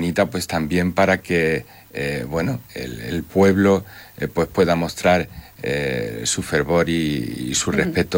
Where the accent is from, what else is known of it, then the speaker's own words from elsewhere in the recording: Úbeda, Andalusia, Spain; Yo soy de Úbeda de Jaén